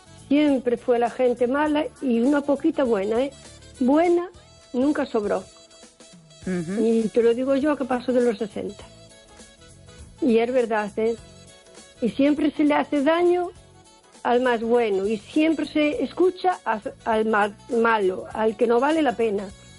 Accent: O Carballiño, Galicia, Spain

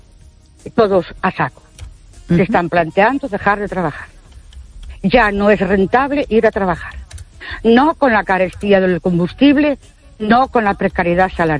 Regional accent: Ourense, Galicia, Spain; Buenas noches … de Ourense.

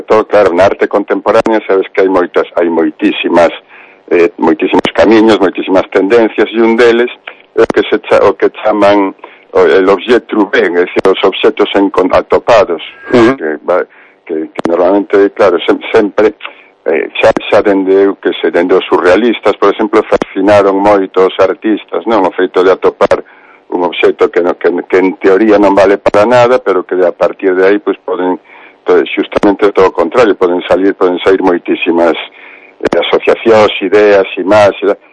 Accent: Ourense, Galicia, Spain; also born or lived in Mexico; Sí, son ourensán e nací en México porque, bueno, son fillo da emigración, muy frecuente que aquí en Ourense, ¿no?

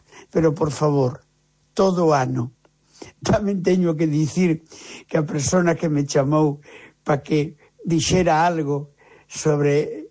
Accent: Galicia, Spain; Pois sí, en moi poucas. Son galego e xa está.

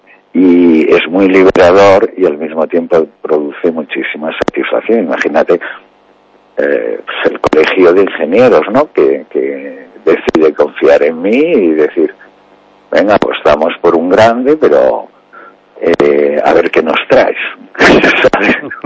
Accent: Galicia, Spain; moved away; also born or lived in Berlin / Edinburgh / Milan / Doha; estar en mi tierra, en el Parlamento, en fundaciones, en museos y tal, es como el reposo del guerrero, ¿no? Estoy en casa

